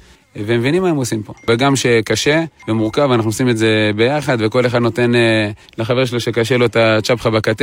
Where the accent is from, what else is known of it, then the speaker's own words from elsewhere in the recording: Metula, Northern District, Israel; אני במקור ממטולה.